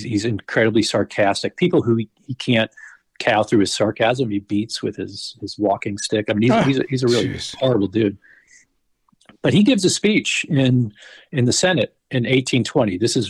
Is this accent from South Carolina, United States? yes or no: yes; Charleston, South Carolina, United States; there's a supposed slave insurrection in Charleston, South Carolina, my hometown.